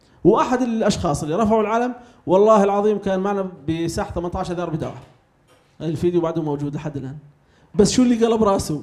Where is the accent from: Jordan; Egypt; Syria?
Syria; أنا بحكي إني سوري من نصيب لباب الهوى ومن اللاذقية لأبو كمال، ما أنا بين طائفة محددة، أنا مسلم وافتخر إني مسلم